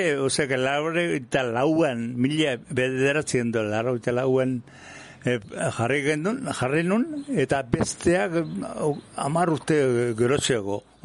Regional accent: Amezketa, Basque Country, Spain; eta orduan, ba, gure herrin, amezketan, ni naizen herrin, anpolaie esatzen zaie.

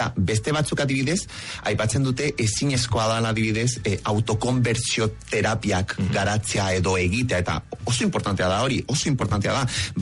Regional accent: Chile; ni txiletarra naiz, eta klaro, kulturan artean be, nahiko tradizionala, edo hemendik konparatuta adibidez, tradizionalagoa da Txile

